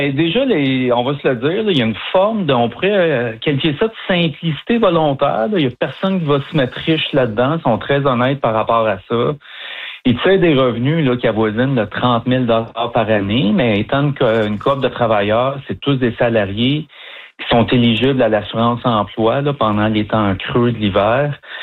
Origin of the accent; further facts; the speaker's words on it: Saint-Élie-de-Caxton, Quebec, Canada; Puis les fermiers de famille, ceux que je suis allé rencontrer, ce sont mes fermiers de famille. Moi, je viens de Saint-Élie de Caxton.